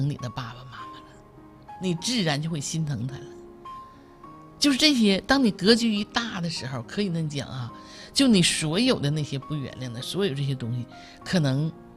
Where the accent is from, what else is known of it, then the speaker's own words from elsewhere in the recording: Northeast China, China; 我们东北人